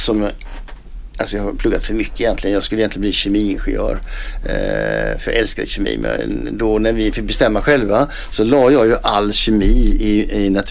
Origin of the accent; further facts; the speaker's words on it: Lerum, Västra Götaland County, Sweden; now in Ljungby, Sweden; Innan dess så växte jag upp i Lerum utanför Göteborg.